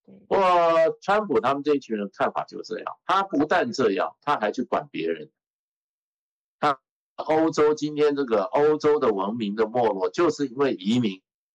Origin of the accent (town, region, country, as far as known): China